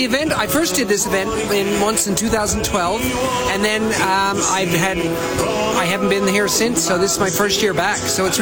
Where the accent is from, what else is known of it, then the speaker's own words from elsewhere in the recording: St. John's, Newfoundland and Labrador, Canada; Yeah, I'm from St. John's.